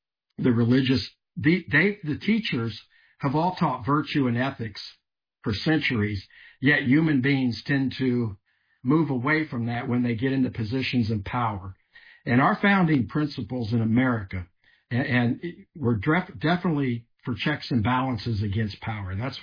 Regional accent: Illinois, United States; also born or lived in San Diego; I'm originally from Illinois. I went to San Diego after college, ended up at Stanford Research Institute when I was 23.

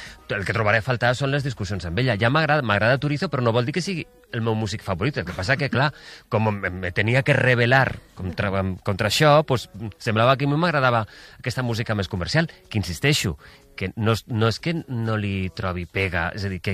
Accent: Valencian Community, Spain; now in Madrid, Spain; sento Barcelona com casa meva, sento Madrid com la ciutat que m'acull, que també és casa meva, però jo sóc de la Ribera, sobretot de la Ribera.

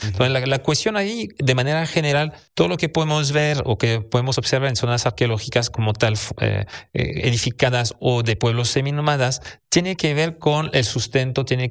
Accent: Monterrey, Nuevo León, Mexico; para forjar un poquito mejor nuestra identidad como regios personas del noreste de México

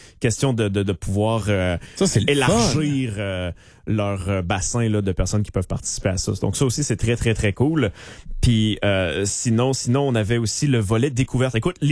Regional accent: Nicolet, Quebec, Canada; moved away; j'ai grandi à Nicolette, là, comme j'ai dit.

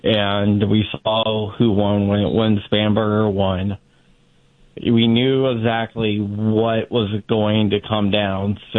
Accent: Sterling, Virginia, United States; I grew up and I still live in Loudoun County. I grew up in Sterling and live in Ashburn.

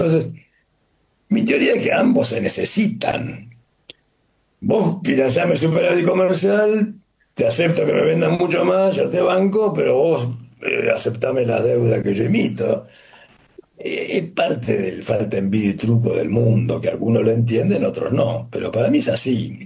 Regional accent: Australia; Spanish is a second language; Para el resto del mundo, yo vengo de Australia, para los australianos el niño es un drama, es sequía.

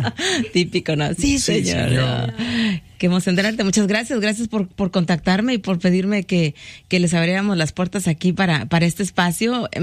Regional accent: Mexico; moved away; en México tenemos la mala costumbre de decir

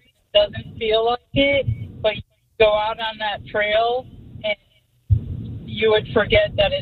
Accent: Park Forest, Illinois, United States; I grew up in Park Forest.

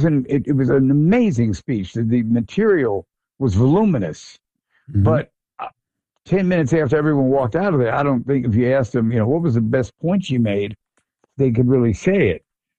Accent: New York, United States; We're both from Long Island, and we worked on a project that didn't come to fruition a few years ago

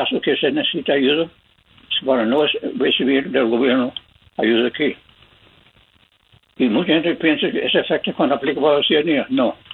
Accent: United States; born there; Spanish is a second language; Yo soy un americano, un gringo boy que nací aquí en los Estados Unidos

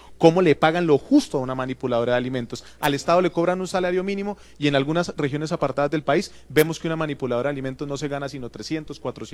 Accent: Colombia; hace poco pasó el festival folclórico de mi tierra, que se hace el 7 de agosto, que es el festival más antiguo de Colombia folclórico

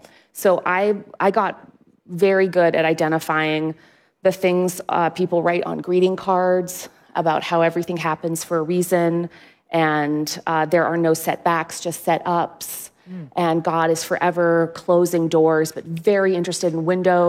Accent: Canada; outside of my hometown in Canada

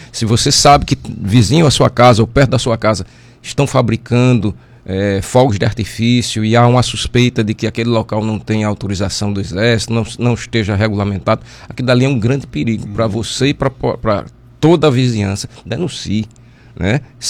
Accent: Brazil; Somos brasileiros

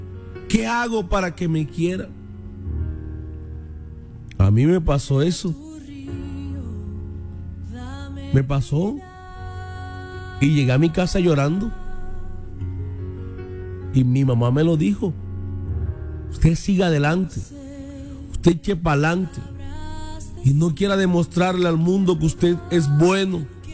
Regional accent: Arjona, Bolívar, Colombia; moved away; allá donde yo crecí en Arjona

